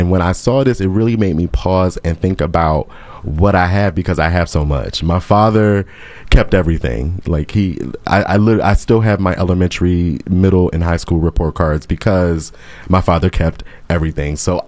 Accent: Waldorf, Maryland, United States; I grew up in Waldorf, Maryland.

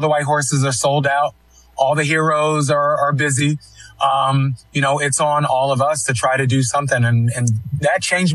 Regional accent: Philadelphia, Pennsylvania, United States; We were in church all the time, but spent a lot of time growing up in Kensington. And if anybody knows Kensington and Somerset, that's right, the heart of the heroin epidemic

